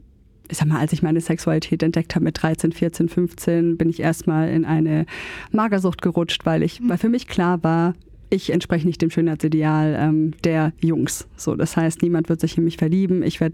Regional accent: Swabia, Germany; Ich als Schwabe

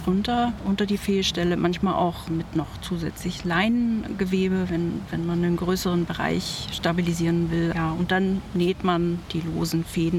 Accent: Potsdam, Brandenburg, Germany; Ja, ich weiß nicht, ich komme aus Potsdam. Ich bin Potsdamerin und Land Brandenburg.

